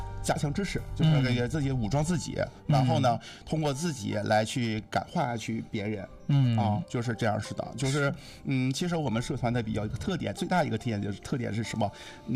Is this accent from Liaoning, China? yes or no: yes; Dalian, Liaoning, China; 因为我作为身为大连人啊